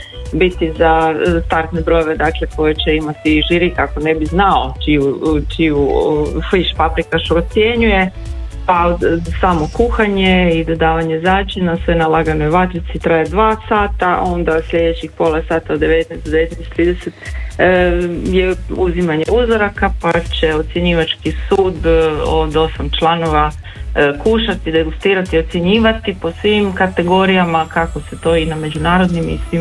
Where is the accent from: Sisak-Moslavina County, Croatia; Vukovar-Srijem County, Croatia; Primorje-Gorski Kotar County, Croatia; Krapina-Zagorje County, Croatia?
Sisak-Moslavina County, Croatia; Petrinja; kod nas u Petrinji obično i biva